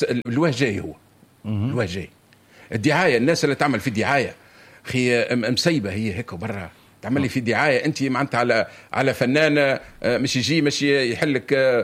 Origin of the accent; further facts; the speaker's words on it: Tunisia; أنا كتونسي نحشم